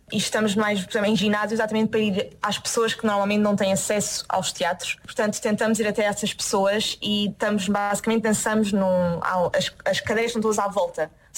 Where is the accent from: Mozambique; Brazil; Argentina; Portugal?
Portugal